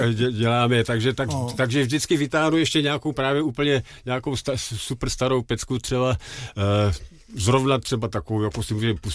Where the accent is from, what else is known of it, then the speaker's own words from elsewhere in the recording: Karlovy Vary, Karlovy Vary Region, Czechia; accent: Karlovy Vary; also born or lived in Velké Losiny; Já jsem se narodil na cestě ve Velkých Losinách, ale mládí jsem strávil v Karlových Varech.